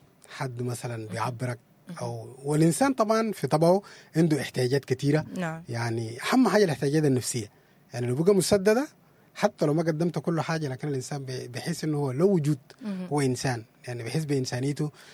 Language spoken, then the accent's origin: Arabic; Sudan; ذكرياتنا احنا كسودانيين وكذا، يعني كسودان زمان الطفل او بيتربى مع الناس كلهم